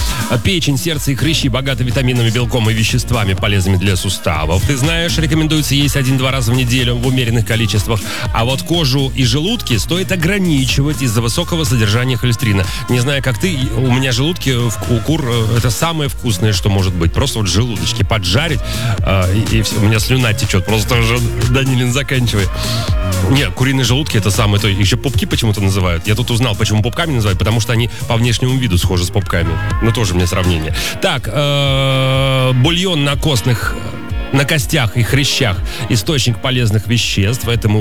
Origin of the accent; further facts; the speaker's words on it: Uzbekistan; Я, например, свинину не ем. Вот вообще не ем. Не потому, что я из Узбекистана, а потому, что просто не ем.